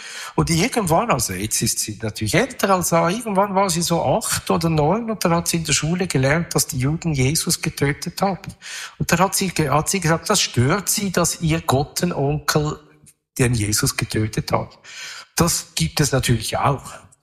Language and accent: German; Zurich, Switzerland; an der Oberwiesenstraße bin ich aufgewachsen. Also das sind die waren damals rosarote Blöcke, oder? Gleich gegenüber der Bühle.